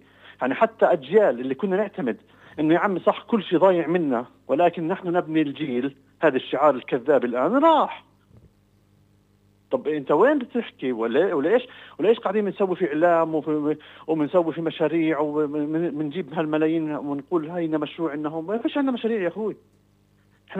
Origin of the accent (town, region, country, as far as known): Palestine